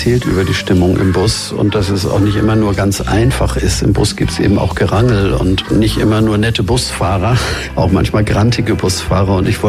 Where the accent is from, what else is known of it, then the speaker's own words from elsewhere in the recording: Hamburg, Germany; groß geworden in der Großstadt Hamburg.